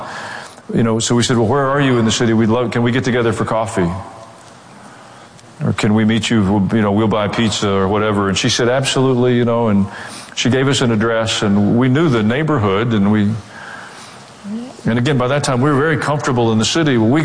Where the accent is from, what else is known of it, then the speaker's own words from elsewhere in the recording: the South, United States; But I was raised in the South, and I was afraid if I said to her what I thought that my mother would materialize and I would be in trouble.